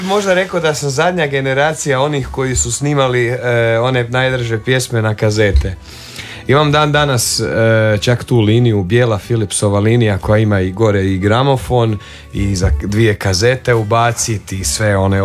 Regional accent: Podravina, Croatia; pošto dolazim iz Podravine, naravno tamo se jako puno vrtila tambura

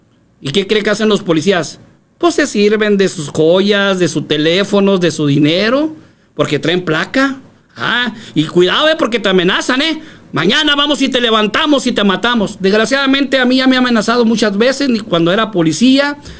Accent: Ciudad Juárez, Chihuahua, Mexico; Ni yo, yo no nací en Juárez, señora, yo nací en México, aquí me crié.

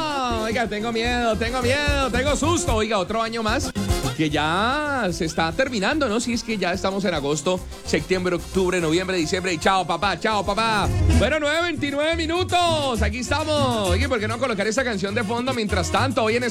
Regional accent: Neiva, Huila, Colombia; que somos de Neiva, del Huila.

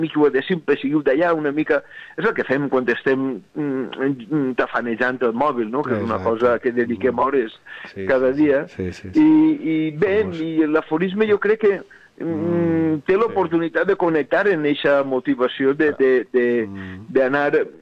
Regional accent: Altea, Valencian Community, Spain; que mon pare és d'Altea, jo soc d'Altea, m'he criat així, però ma mare era del Coll, no?

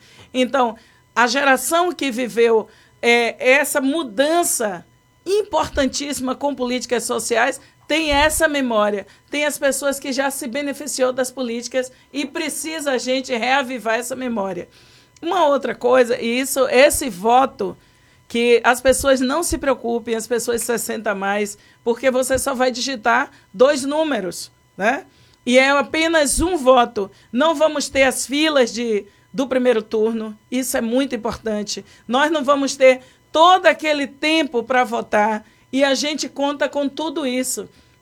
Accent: Nazaré, Bahia, Brazil; Eu cresci em Nazaré das Farinhas, no Recôncavo Baiano. Eu vivi até... Eu fui para o trabalho com 9 anos de idade.

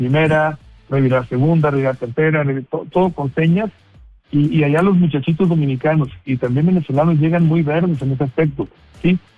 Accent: Mexico

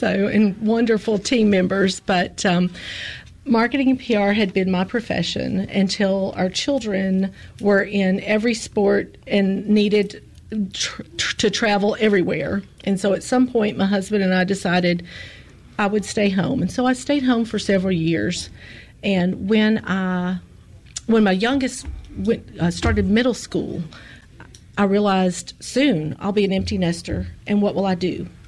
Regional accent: Memphis, Tennessee, United States; moved away as an adult; now in Jackson, United States; So really and truly, while I grew up in Memphis, I've been in Jackson longer than Memphis.

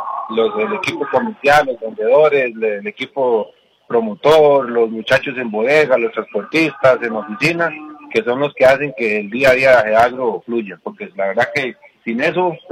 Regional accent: Costa Rica; eso es algo que tenemos nosotros como costarricenses

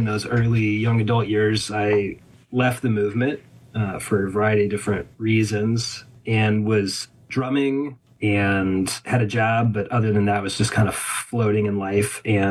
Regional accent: United States; especially as an American

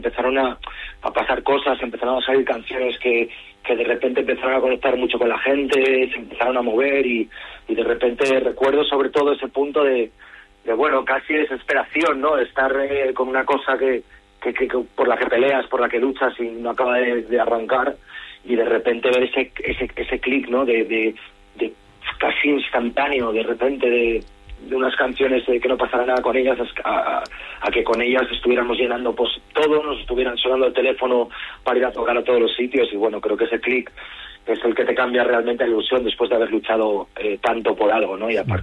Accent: Asturias, Spain; Pues creo que es como dices, que al final somos asturianos y los sitios así nos encantan.

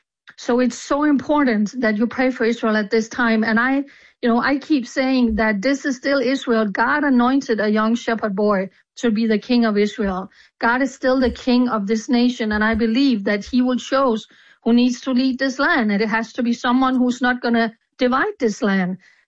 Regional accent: Denmark; I said, I'm from Denmark.

